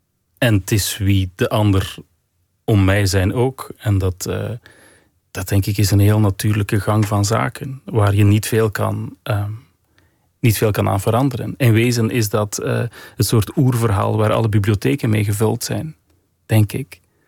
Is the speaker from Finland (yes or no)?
no; Waregem, Flanders, Belgium; moved away; En dan dacht ik van oké, we zijn weg uit Waregem. Het is oké. Het leven is begonnen.